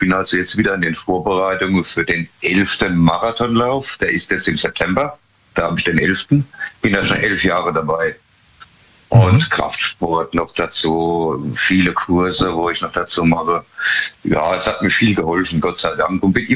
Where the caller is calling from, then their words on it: Pirmasens, Rhineland-Palatinate, Germany; Ich bin aus der Pfalz, Pirmasens.